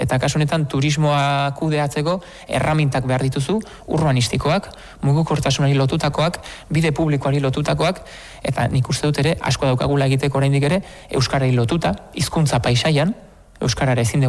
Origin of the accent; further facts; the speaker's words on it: San Sebastián, Basque Country, Spain; ze Aldezarrean jaio nintzen, eta Aldezarrean 30 urte luze zegoen naiz bizitzen, gurasoak oraindik ere Aldezarrean bizi dira